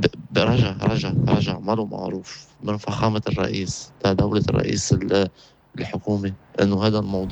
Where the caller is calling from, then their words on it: Lebanon; أنا شاب لبناني